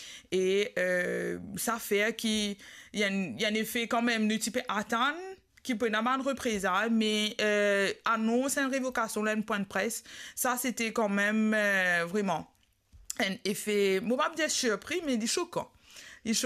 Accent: Mauritius; also born or lived in Rodrigues; moi en tant qu'une jeune, femme et mauricienne patriote

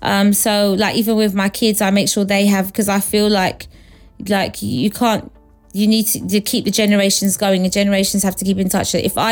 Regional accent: Mauritius; moved away; As I was growing up in school, when I'm telling people I come from Mauritius, they were like, where's that?

